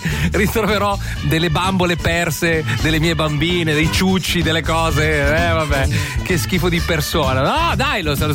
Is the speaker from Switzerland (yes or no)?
yes; Ticino, Switzerland; Io sono del Luganese, quindi andrò a Rivera